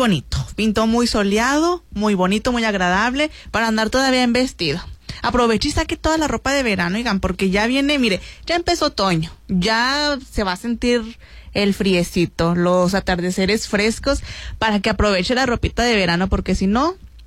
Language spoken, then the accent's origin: Spanish; Mexico; Porque como buenos mexicanos